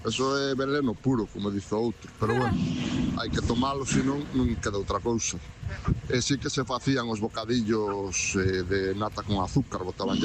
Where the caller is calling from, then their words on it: Vigo, Galicia, Spain; Os días, equipo